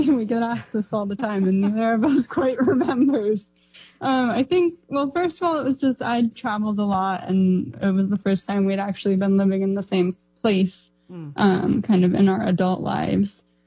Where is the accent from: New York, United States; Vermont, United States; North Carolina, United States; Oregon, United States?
Vermont, United States; Hartland; Yeah, so we were raised in Vermont in a little town called Heartland.